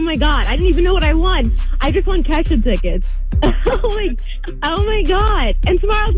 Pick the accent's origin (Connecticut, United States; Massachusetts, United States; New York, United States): New York, United States; Brooklyn; now in Farmingdale, New Jersey, United States; I'm now from Farmingdale, New Jersey, but I'm originally from Brooklyn, so I'm a new local.